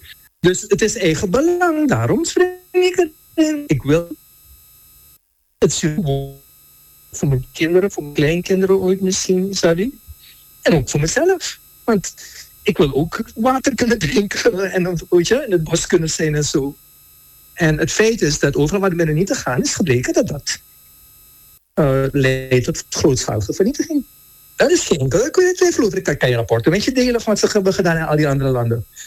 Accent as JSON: {"language": "Dutch", "country": "Suriname", "said": "dat is de overweging die wij moeten maken als Surinamers, toch?"}